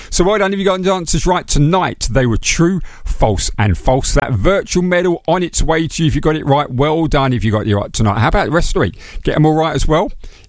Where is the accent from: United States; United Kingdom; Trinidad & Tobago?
United Kingdom; being British, we just stand.